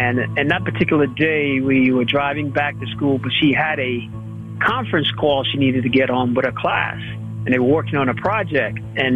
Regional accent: Wake Forest, North Carolina, United States; from Wake Forest, North Carolina, and invite you to join me, a sustainer and WNC listener.

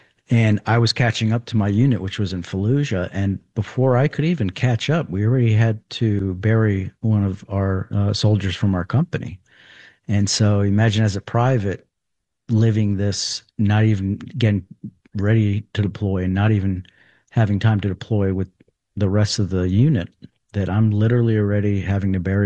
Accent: New York, United States; for someone who's so personally involved as a first generation and as a New Yorker

